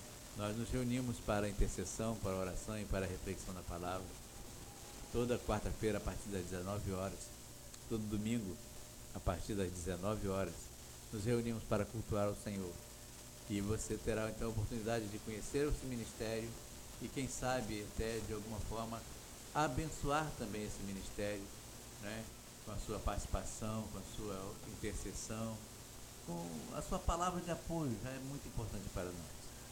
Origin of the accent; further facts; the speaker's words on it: Conceição de Macabu, Rio de Janeiro, Brazil; Eu fui nascido e criado em Conceição de Macabu